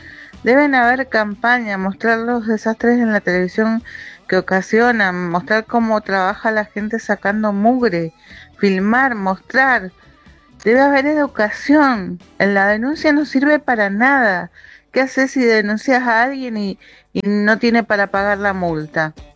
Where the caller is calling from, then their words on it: Mendoza, Argentina; Yo vivo en Ciudad